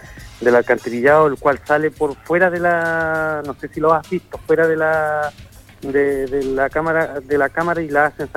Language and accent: Spanish; Chile; somos los chilenos